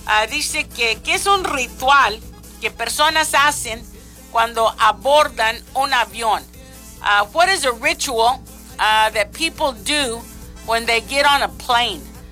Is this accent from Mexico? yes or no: yes; Mexico; yo siendo mexicana y luego cristiana y católica